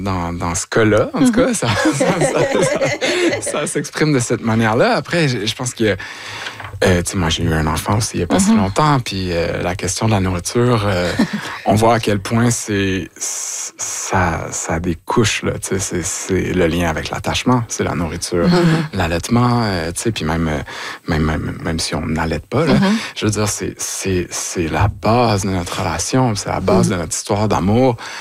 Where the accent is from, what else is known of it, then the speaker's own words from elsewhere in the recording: Quebec, Canada; Et donc, moi, je suis retourné dans ma région natale, c'est-à-dire Vaudreuil-Soulanges